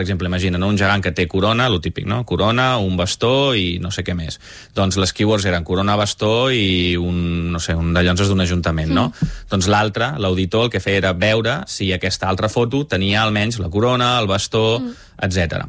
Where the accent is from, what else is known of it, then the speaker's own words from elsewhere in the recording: Vic, Catalonia, Spain; born there; nosaltres vam néixer a Vic